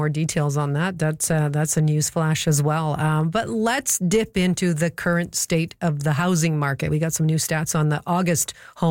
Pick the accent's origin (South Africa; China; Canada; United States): Canada; I'm from Canada.